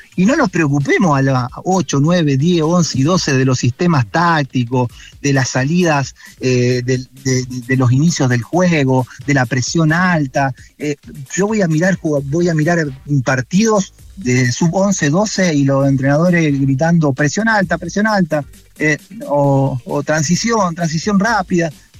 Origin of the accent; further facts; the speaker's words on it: Argentina; now in Chile; soy argentino